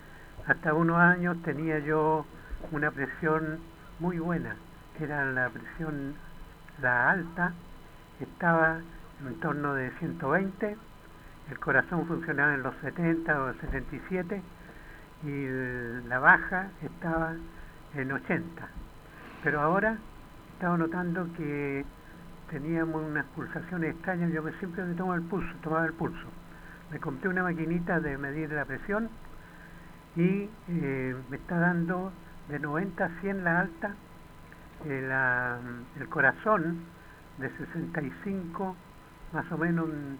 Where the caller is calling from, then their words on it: Viña del Mar, Valparaíso, Chile; De Guasanta, Viña del Mar.